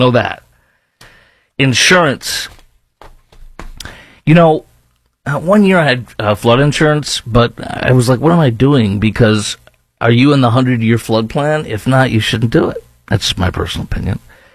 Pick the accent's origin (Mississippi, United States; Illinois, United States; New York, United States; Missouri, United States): Illinois, United States; Chicago; I was filling in Chicago, my hometown, Friday morning